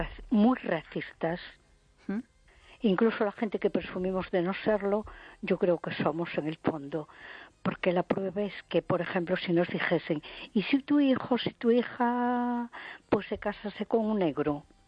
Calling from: A Coruña, Galicia, Spain; de Coruña.

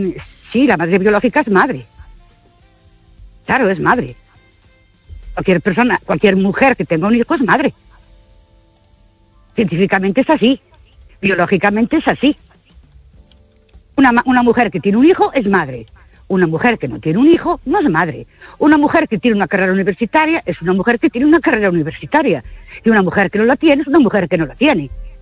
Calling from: Ourense, Galicia, Spain; Buenas noches. … de Ourense.

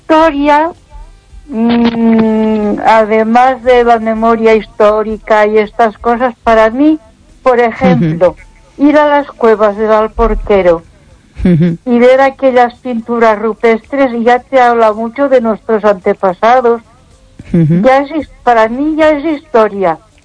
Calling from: Ponferrada, Castile and León, Spain; Buenas noches, Esther. … de Ponferrada.

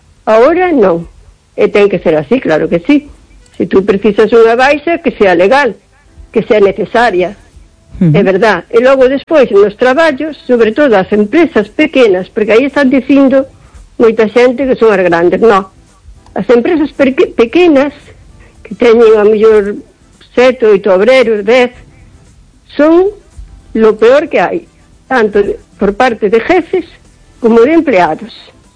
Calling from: O Carballiño, Galicia, Spain; de Carballiño.

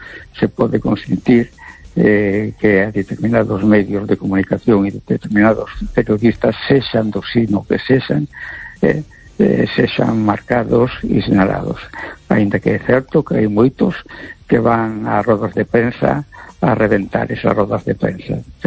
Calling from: A Coruña, Galicia, Spain; Hola, buenas noches, Esther. … de Coruña.

